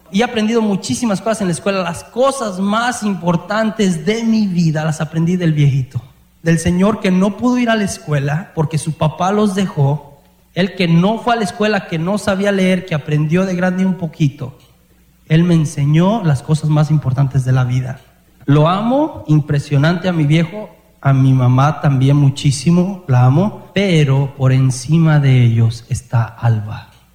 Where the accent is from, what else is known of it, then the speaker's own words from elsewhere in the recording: Mexico; now in United States; Tenemos un mal, muchos de los que venimos de México, venimos por el sueño americano.